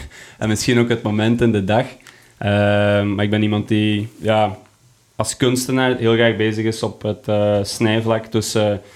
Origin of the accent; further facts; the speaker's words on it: Deurne, Flanders, Belgium; Deurnedienst.